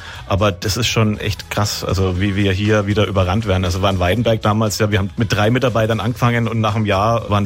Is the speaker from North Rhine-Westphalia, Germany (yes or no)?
no; Donndorf, Bavaria, Germany; ich bin ja Lokalmatador. Ich komme aus Donndorf